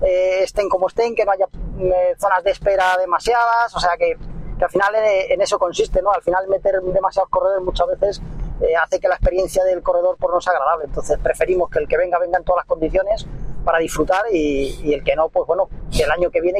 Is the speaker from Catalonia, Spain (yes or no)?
no; Vigo, Galicia, Spain; moved away as an adult; now in Almería, Spain; yo soy gallego, soy de Vigo.